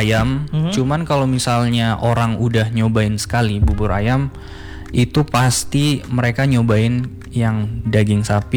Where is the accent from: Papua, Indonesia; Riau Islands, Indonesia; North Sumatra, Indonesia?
Riau Islands, Indonesia; Batam; born or raised there; moved away as an adult; also born or lived in Jakarta / Bogor / Melbourne, Australia